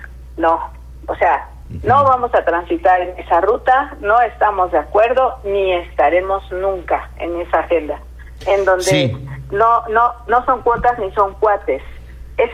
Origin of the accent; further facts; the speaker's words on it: Mexico; also born or lived in Mexico City; El cariño por mi tierra, estar en mi pueblo, caminar mi estado